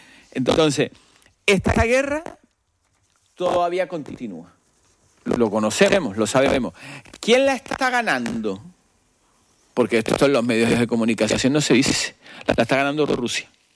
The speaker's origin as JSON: {"language": "Spanish", "region": "Canary Islands", "country": "Spain", "said": "yo me siento muy canario y me gusta la bandera canaria"}